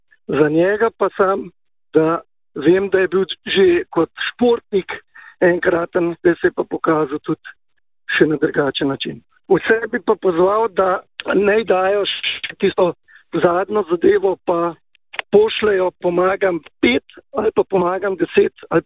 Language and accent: Slovenian; Notranje Gorice, Central Slovenia, Slovenia; iz Notranjih Goric